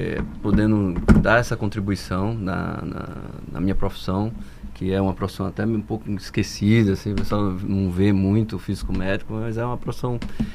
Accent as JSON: {"language": "Portuguese", "town": "Natal", "region": "Rio Grande do Norte", "country": "Brazil", "moved": "as an adult", "lives_now": "Roraima, Brazil", "said": "Norte Rio Grandense."}